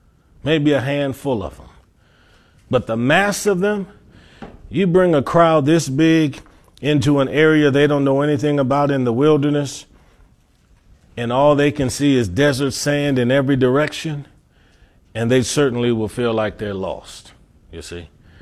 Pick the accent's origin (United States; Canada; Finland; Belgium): United States; Cleveland, Ohio; moved away as an adult; now in Hebron, United States; growing up in Cleveland